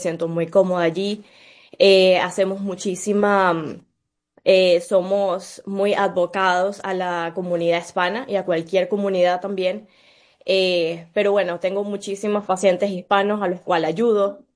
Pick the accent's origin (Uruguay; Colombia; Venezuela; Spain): Venezuela; moved away as an adult; now in Albany, United States; yo primero soy de Venezuela, nací, crecí allí y me mudé a Estados Unidos hace 10 años, hice mi carrera en Venezuela